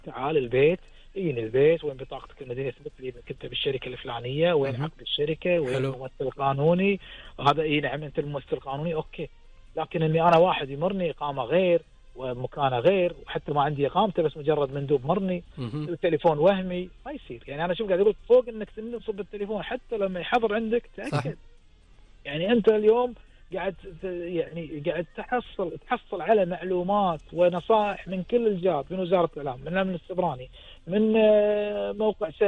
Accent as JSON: {"language": "Arabic", "country": "Kuwait", "said": "والله يحفظ ديرتنا حلوة الكويت."}